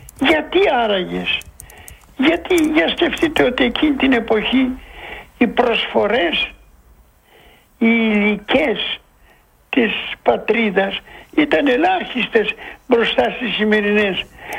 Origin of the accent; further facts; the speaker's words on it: Greece; Εγώ τώρα σκέφτομαι ποια είναι η πατρίδα μου.